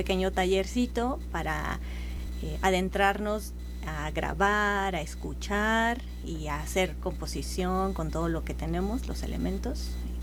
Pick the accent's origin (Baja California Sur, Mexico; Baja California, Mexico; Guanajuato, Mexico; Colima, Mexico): Guanajuato, Mexico; moved away as an adult; now in San Luis Potosí, Mexico; Yo soy de allá de Guanajuato, entonces allá crecí, nací. Y allá estudié la licenciatura en composición y luego me vine acá a San Luis Potosí. Pues desde 2011